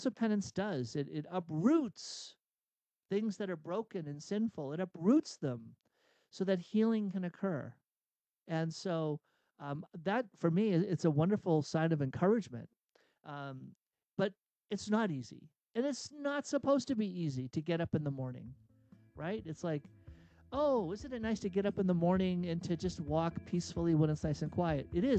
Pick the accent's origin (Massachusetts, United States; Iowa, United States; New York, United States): Massachusetts, United States; now in Boise, United States; I grew up in outside of Boston